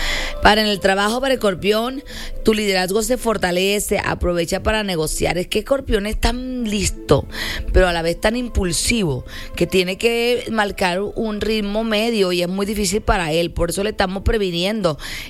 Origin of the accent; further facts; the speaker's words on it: Caracas, Capital District, Venezuela; moved away; la venezolana de Caracas. Pero ahorita vivo aquí en Lindepe.